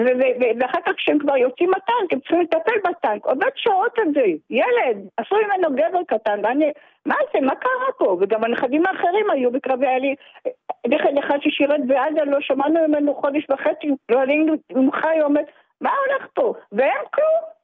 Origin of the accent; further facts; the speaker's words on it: Petah Tikva, Central District, Israel; moved away as an adult; now in Tel Aviv, Israel; אני ילידת פתח תקווה, כל החיים גרתי פתח תקווה, עברתי רק בגלל הבת שלי שגרה כאן